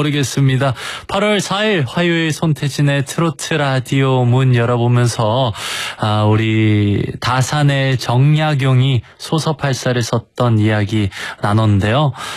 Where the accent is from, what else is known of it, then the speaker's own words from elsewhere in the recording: South Korea; 저는 자랑스러운 대한민국 사람이고요. 한국인이고요. 그리고 대한민국 여권도 갖고 있고 군필체하고 그렇습니다.